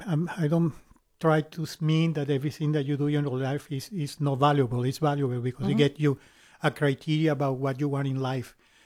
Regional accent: Venezuela; moved away as an adult; now in Austin, United States; I am originally from Venezuela, so I came here back in 2006

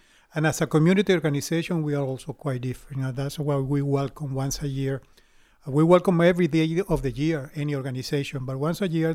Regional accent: Venezuela; English is a second language; moved away as an adult; now in Austin, United States; Everyone knows I am original from Venezuela, so I came here back in 2006, and I was working on the corporate world and being transferred here for job reasons.

